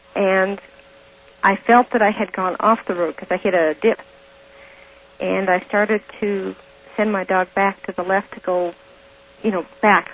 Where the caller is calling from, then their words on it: Denver, Colorado, United States; Good morning, Art. … in Denver.